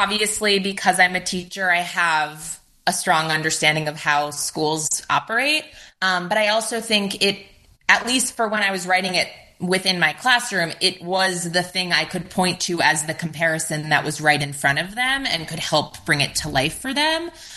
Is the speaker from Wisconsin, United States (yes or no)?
no; New York, United States; I grew up in New York